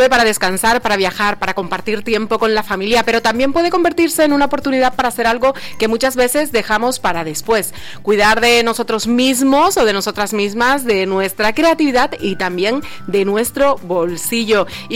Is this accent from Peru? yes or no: no; Spain; ¿Somos los españoles especialmente impulsivos cuando llega a las vacaciones?